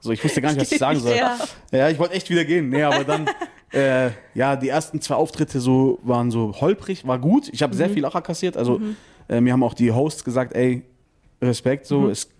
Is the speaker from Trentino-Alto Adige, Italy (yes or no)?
no; Esperia, Lazio, Italy; Das heißt Esperia. Das ist so 120 Kilometer circa nach Rom, also südlich. Mhm. 80 Kilometer vor Napoli circa. Mhm. Das sind in den Bergen.